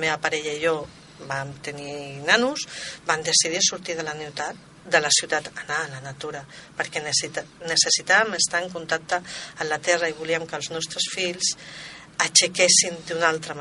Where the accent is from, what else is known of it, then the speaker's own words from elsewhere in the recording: Barcelona, Catalonia, Spain; born there; moved away as an adult; also born or lived in Sant Esteve Sesrovires; jo sóc de Barcelona, de fet, vaig néixer a Barcelona